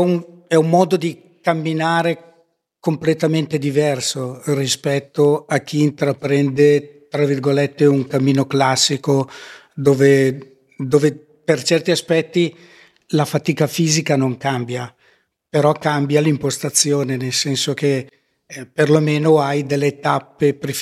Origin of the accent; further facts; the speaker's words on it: Spino d'Adda, Lombardy, Italy; io sono originario di Spino d'Adda, sono andato da Spino d'Adda fino a Roma e ritorno in bicicletta